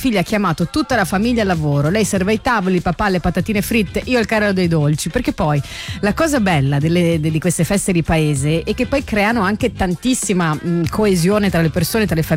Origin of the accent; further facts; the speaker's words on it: Alba, Piedmont, Italy; Beh, vengo da Alba, sapete che per me lì si sfonda una porta aperta.